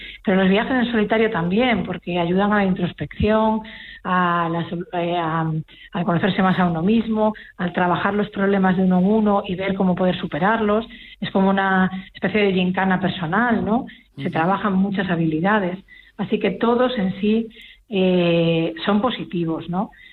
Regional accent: Galicia, Spain; Los gallegos acuden, como gallega que soy, muchos de ellos

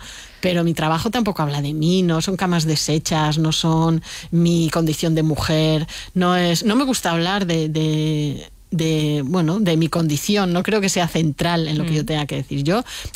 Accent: Alicante, Valencian Community, Spain; Yo creo que primero porque soy de Alicante, porque no vivo en Madrid

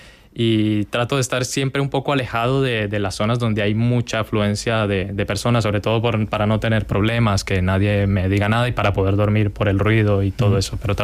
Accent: Colombia; now in Spain; soy de Colombia, yo allí no pintaba

